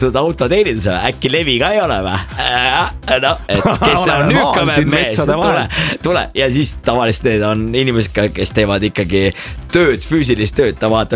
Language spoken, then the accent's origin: Estonian; Võru, Võru County, Estonia; Mina olen Võrus pärit, seal öeldakse maka, ehk siis maga, magan Võru keeles.